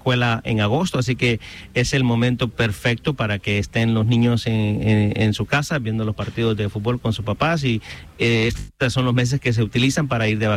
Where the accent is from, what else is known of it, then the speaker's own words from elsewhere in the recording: Honduras; Yo soy catracho, 100%.